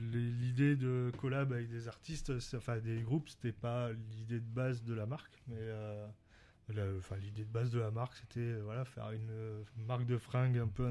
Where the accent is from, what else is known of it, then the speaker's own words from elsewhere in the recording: Bordeaux, Nouvelle-Aquitaine, France; moved away; C'est bordelais, c'est, je suis originaire de Bordeaux à l'origine.